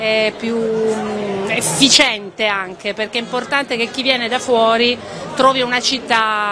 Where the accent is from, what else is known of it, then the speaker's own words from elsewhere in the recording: Taranto, Apulia, Italy; io sono di Taranto, quindi ci speravo che fosse così